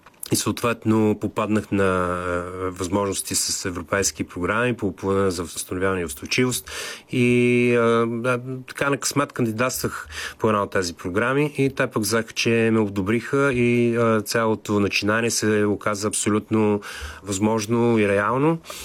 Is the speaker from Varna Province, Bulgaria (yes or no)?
no; Plovdiv, Plovdiv Province, Bulgaria; Аз живея в Пловдив. Там съм израснал.